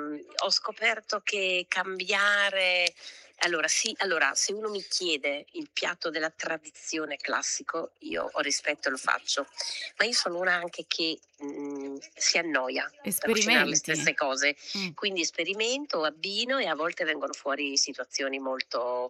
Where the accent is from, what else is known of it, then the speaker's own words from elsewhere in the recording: Emilia-Romagna, Italy; io sono romagnola, poi ho riscoperto le mie radici, cioè sono come, io dico sempre, sono partita, sono andata fuori, ho viaggiato tanto, poi un giorno sono tornata a casa